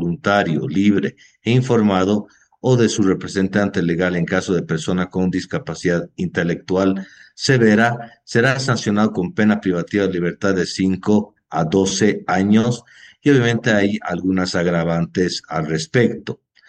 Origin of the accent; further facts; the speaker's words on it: Bolivia; Nosotros como Estado boliviano